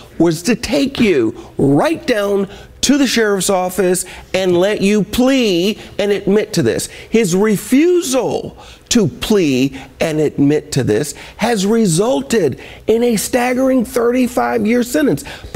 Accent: Texas, United States; Here's the real story. I grew up in Texas.

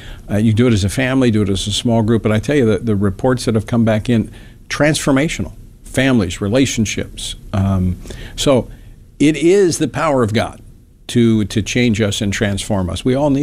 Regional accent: Louisiana, United States; Louisiana, my home state

